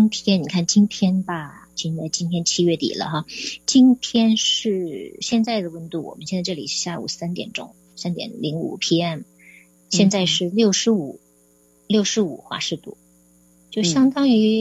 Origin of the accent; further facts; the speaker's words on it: Nanjing, Jiangsu, China; also born or lived in Seattle; now in Sydney, Australia; 我家乡是南京，南京的四季非常分明的。